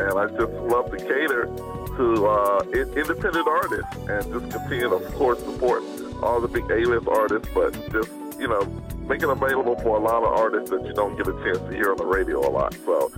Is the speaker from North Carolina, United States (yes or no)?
yes; North Carolina, United States; I am so excited, first of all, that the Stellar Awards are coming to my home state, North Carolina.